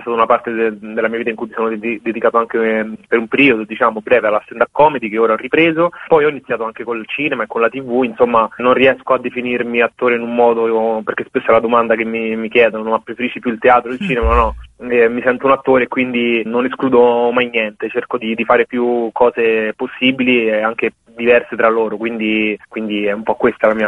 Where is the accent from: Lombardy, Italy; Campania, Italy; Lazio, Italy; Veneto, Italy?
Lazio, Italy; Rome; io sono nato e cresciuto a Roma da genitori immigrati africani.